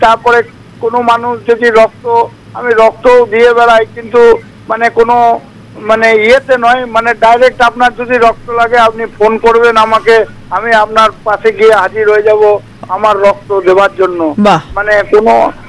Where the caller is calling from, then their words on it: Budbud, West Bengal, India; আমি পশ্চিমবঙ্গের পূর্ব বর্ধমান জেলার বুধবুধ থেকে